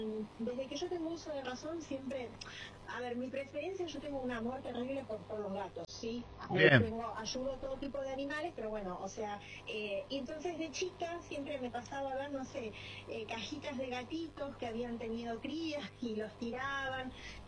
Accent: Villa Ballester, Buenos Aires Province, Argentina; moved away; Y bueno, yo me crié con la familia alemana en Buenos Aires, en Villa Ballester, y conservo todas las costumbres

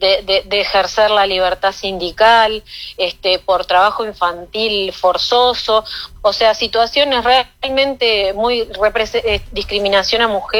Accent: Uruguay

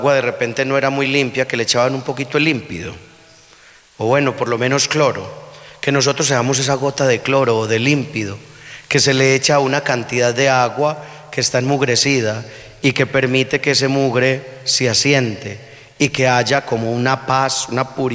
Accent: Colombia; Como colombianos, hacemos un compromiso

